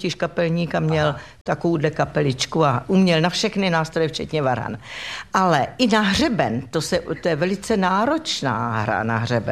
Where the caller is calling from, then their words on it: Plzeň Region, Czechia; pak jsme z Plzeňska